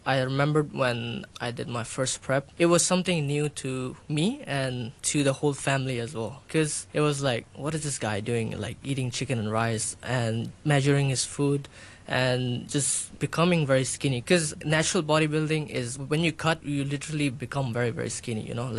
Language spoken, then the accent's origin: English; Pakistan; moved away; I'm from Pakistan as well.